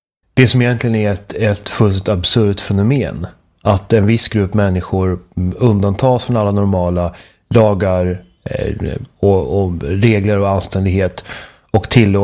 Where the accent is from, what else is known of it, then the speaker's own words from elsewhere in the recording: Sweden; tillståndet i mitt hemland